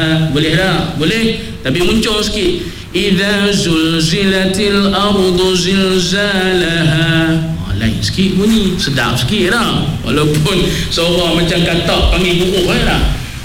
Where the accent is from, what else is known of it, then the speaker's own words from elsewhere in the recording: Kedah, Malaysia; Ha, saya orang Kedah juga, orang utara juga, orang Pilang juga.